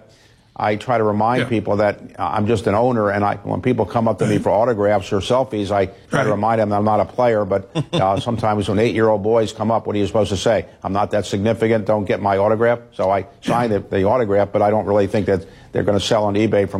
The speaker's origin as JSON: {"language": "English", "town": "Baltimore", "region": "Maryland", "country": "United States", "tie": "born or raised there", "said": "I wanted to help my hometown of Baltimore. Baltimore, when I was growing up, was a much bigger city, more vibrant."}